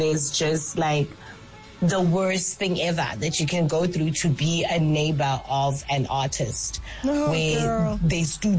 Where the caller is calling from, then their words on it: Fourways, Gauteng, South Africa; I'm here from Four Ways.